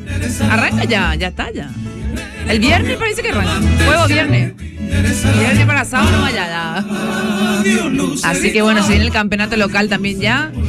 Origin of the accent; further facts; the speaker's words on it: Argentina; now in Paraguay; nosotros y yo como argentina